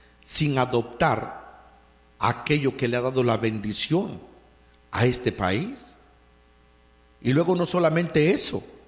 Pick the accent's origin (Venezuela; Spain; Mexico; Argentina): Mexico; born there; moved away; Yo no pertenezco a este país. Yo soy mexicano. Yo nací en México y soy mexicano.